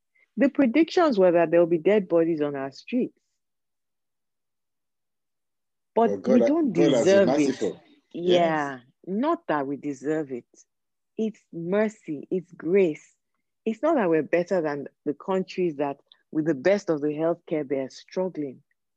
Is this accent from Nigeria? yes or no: yes; Nigeria; And I'm Nigerian.